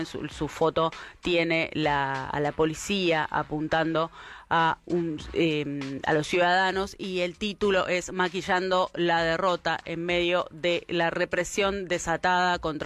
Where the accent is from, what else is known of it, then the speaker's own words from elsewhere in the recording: Argentina; ya como pueblo argentino